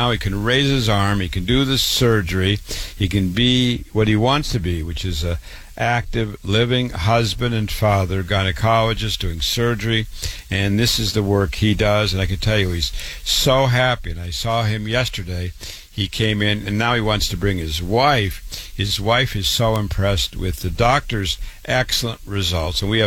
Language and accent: English; Waterloo, Iowa, United States; now in New York, United States; I was born and raised in Waterloo, Iowa, MD at 25